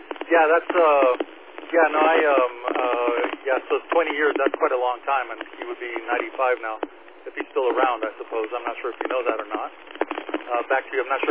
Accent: Mexicali, Baja California, Mexico; Yes, I grew up in Mexicali, and my wife's family is still in Mexicali. I have a cousin and such in Mexicali, but I grew up there.

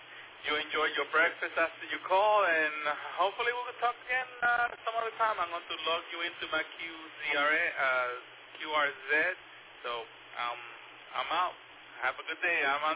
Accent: Gainesville, United States; I'm from Gainesville.

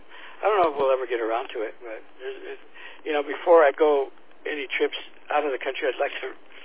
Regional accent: Texas, United States; born there; moved away; Well, I was born in Texas. I have a lot of folks there, so we do go there, and then I've been up towards Colorado and whatnot.

